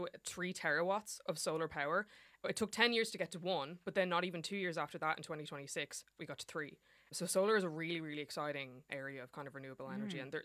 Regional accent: Ireland; I'm from Ireland

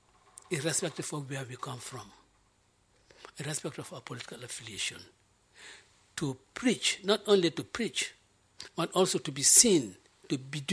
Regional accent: Banjul, Gambia; When I grew up in Half-Die.

